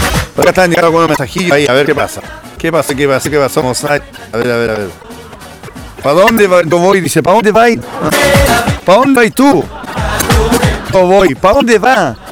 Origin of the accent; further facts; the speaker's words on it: Chile; somos chilenos.